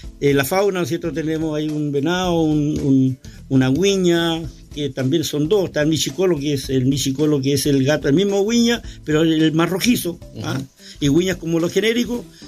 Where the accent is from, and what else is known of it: Chiloé, Los Lagos, Chile